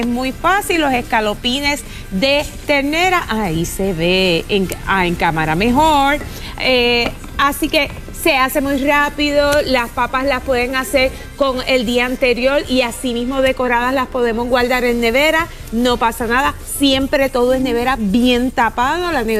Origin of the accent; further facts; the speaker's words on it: Ciales, Puerto Rico; dentro de mi familia, que mi esposo también es de Ciales